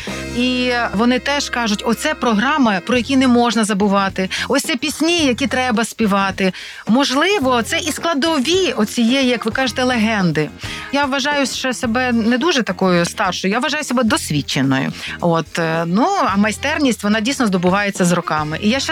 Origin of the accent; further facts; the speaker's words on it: Ternopil, Ternopil Oblast, Ukraine; born or raised there